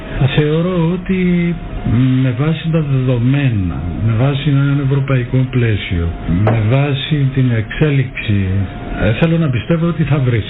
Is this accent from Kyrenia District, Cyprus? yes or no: yes; Kyrenia, Kyrenia District, Cyprus; Είμαι όντας πρόσφυγας από την Γερίνη και έχοντας ζήσει τον πόλεμο από μικρός